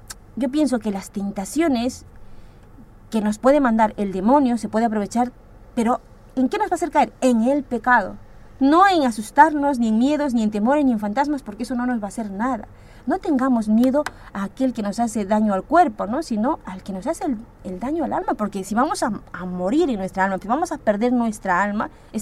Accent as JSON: {"language": "Spanish", "country": "Peru", "said": "Porque soy de América y soy de Perú."}